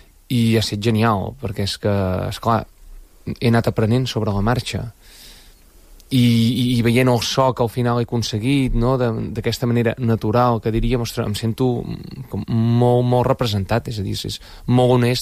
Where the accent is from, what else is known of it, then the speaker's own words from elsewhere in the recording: La Torre d'Oristà, Catalonia, Spain; born there; El Lluçanès, sí, el meu poble.